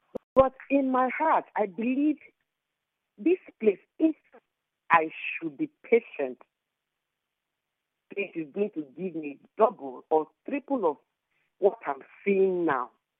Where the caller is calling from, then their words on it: Port Harcourt, Rivers, Nigeria; I'm from Port Harcourt.